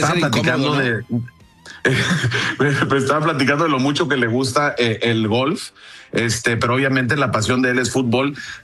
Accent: Mexico; yo siempre lo tomo como que tenemos que apoyarlo como mexicanos.

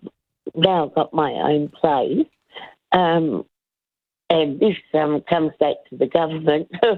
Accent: Adelaide, South Australia, Australia; I'm from Adelaide, and I'm one of these people that live by themselves and am loving it.

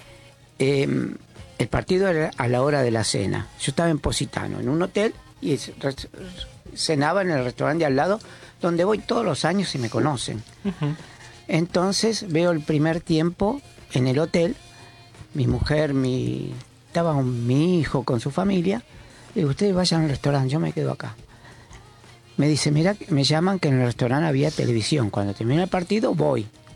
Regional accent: Argentina; saben que soy argentino

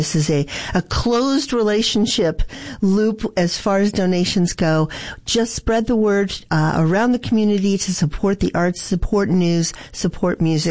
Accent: Colorado, United States; moved away; I'm originally from Colorado

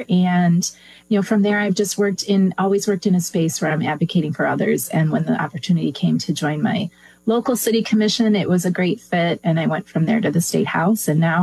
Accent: Michigan, United States; So I grew up in West Michigan, typical blue collar family.

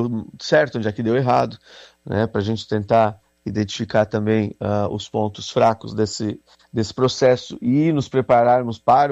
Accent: Joinville, Santa Catarina, Brazil; que sou de Joinville

